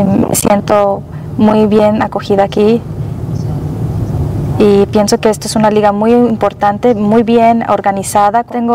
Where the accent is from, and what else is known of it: France; now in Monterrey, Mexico